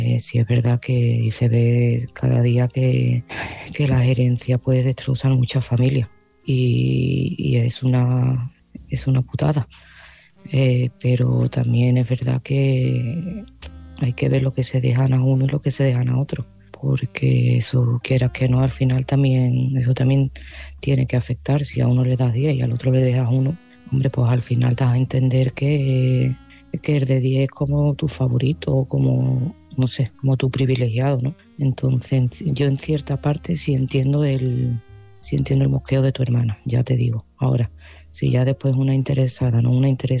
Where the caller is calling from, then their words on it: Seville, Andalusia, Spain; de Sevilla y este mensaje va para Lara.